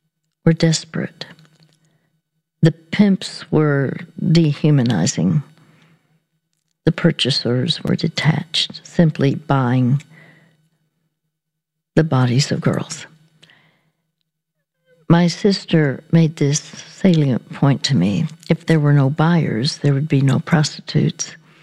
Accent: Dallas, Texas, United States; it just so happened that the NFL, the National Football League Championship game, was going to be played in my hometown of Dallas, Texas.

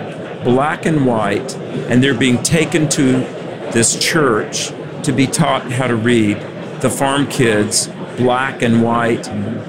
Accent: North Carolina, United States; come down to my home state of North Carolina.

